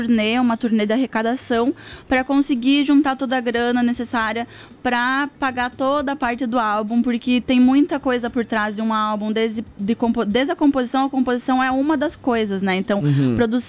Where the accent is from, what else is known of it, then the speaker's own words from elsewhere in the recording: Nonoai, Rio Grande do Sul, Brazil; moved away as an adult; also born or lived in Passo Fundo, Rio Grande do Sul; now in Chapecó, Brazil; Atualmente moro aqui em Chapecó, Santa Catarina. Mas eu nasci em Passo Fundo e morei quase a minha vida inteira em Nonoai, Rio Grande do Sul, aqui pertinho.